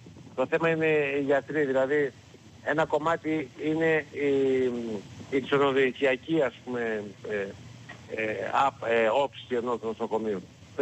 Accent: Leros, South Aegean, Greece

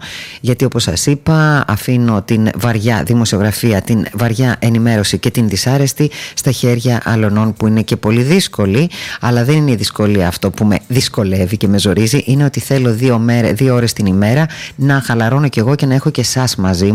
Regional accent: Volos, Thessaly, Greece; Τι θα γίνει με την πόλη μου?

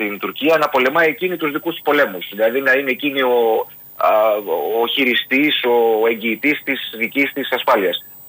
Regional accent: Greece; εμάς ως Έλληνες μας θλίβει κιόλας

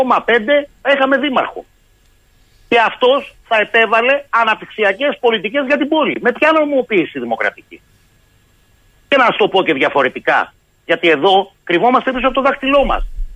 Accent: Central Greece, Greece; πριν πάω στην ιδιαίτερη πατρίδα μου την Εύβοια.

